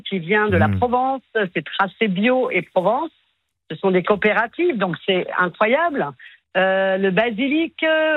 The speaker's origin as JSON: {"language": "French", "country": "Italy", "moved": "yes", "said": "moi, je suis italienne. Donc, le basilic, chez nous, en Italie"}